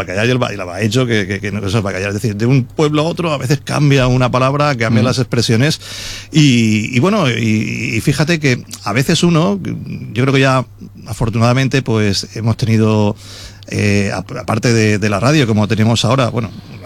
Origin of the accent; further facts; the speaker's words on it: Valencian Community, Spain; porque somos de las últimas zonas donde se habla valenciano, ya un poquito más abajo, ya pasando Crevillente, pues el valenciano apenas...